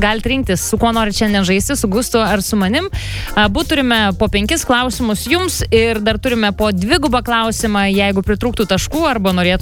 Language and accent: Lithuanian; Pasvalys, Panevėžys County, Lithuania; Ne, aš iš Pasvalio.